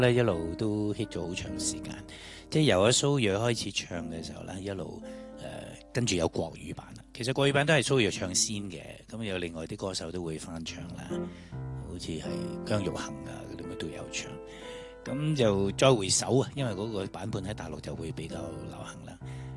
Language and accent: Cantonese; Hong Kong